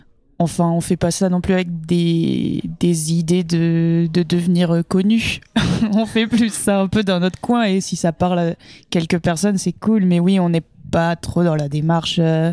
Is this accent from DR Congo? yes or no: no; Occitanie, France; now in Paris, France; Moi, j'ai grandi en Loser.